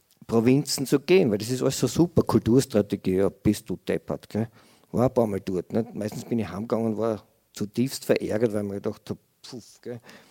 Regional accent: Fürstenfeld, Styria, Austria; Ich komme aus einem Arbeiterviertel, aus Fürstfeld, bin mit denen alle aufgewachsen und da hast dich dann als Kind so geschampt, weil du warst ja der arme Todel

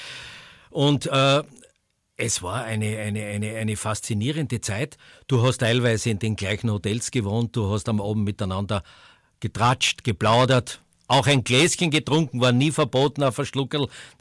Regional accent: Graz, Styria, Austria; Als erstes habe ich ja Fußball gemacht als Grazer.

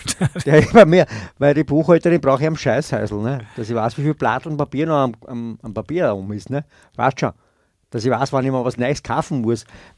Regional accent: Austria; Stimmt, wir sind Österreicher.

